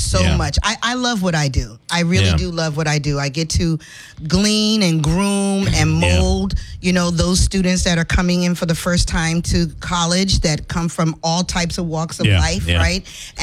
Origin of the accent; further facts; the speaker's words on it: British Virgin Islands; So originally, I am from the British Virgin Islands.